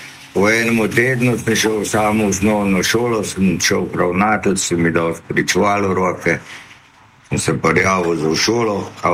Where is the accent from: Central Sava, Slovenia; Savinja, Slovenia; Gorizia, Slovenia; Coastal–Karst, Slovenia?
Central Sava, Slovenia; Zagorje ob Savi; also born or lived in Trbovlje; Ja, rodil sem se v bistvu v Trbovljih v bolnici, da ga živel pa v Zagorju, v Psavi.